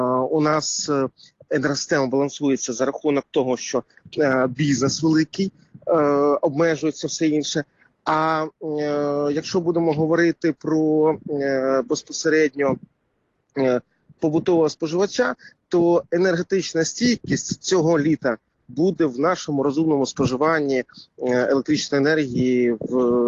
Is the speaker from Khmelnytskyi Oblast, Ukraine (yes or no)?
no; Kharkiv, Kharkiv Oblast, Ukraine; мій рідний Харків